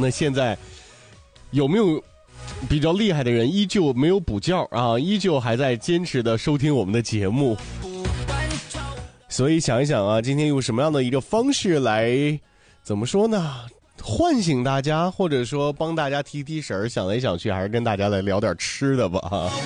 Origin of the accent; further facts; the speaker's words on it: Northeast China, China; 咱们东北人啊